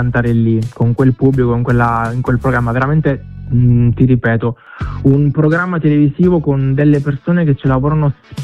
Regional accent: Vittoria, Sicily, Italy; now in Perugia, Italy; Siciliano, sì, sono di Ragusa, della provincia di Ragusa, di Vittoria.

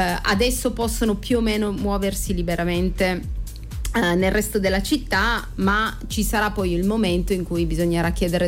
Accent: Turin, Piedmont, Italy; io sono nata e cresciuta in Barriera di Milano e poi ho fatto diverse esperienze anche fuori di studio e lavoro, però alla fine sono tornata nel quartiere

